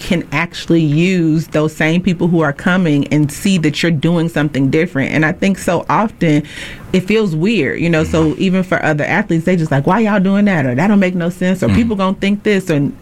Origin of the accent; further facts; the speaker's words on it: Chicago, Illinois, United States; But they grew up in Milwaukee. This is their city. I'm from Chicago.